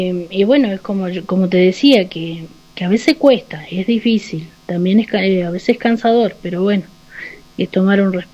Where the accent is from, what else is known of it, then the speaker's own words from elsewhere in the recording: Laguna Blanca, Argentina; yo soy de acá, de Laguna Blanca, me crié acá en el campo, fui a la escuela de acá, me eduqué acá, tuve mis hijos acá